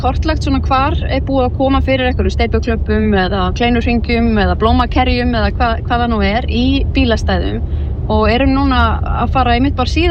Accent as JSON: {"language": "Icelandic", "town": "Reykjavík", "region": "Capital Region", "country": "Iceland", "said": "þar sem við Reykvíkingar getum fengið að njóta veðurblíðunar þegar hún lætur sjá sig"}